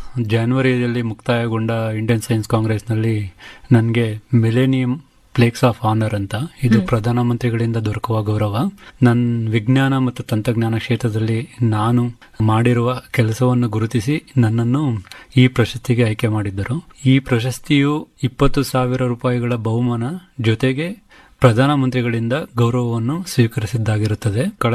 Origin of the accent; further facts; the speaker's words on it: Mysore, Karnataka, India; ನಾನು ಮೂಲತಃ ಮೈಸೂರಿನವನು. ಮೈಸೂರು ಅದು ಪಡ್ವಾರಳ್ಳಿ ಅಂತ ಒಂದು ಗ್ರಾಮ ಇದೆ, ನಾನು ಅಲ್ಲೇ ಹುಟ್ಟಿದ್ದು, ಅಲ್ಲೇ ಬೆಳೆದಿದ್ದು.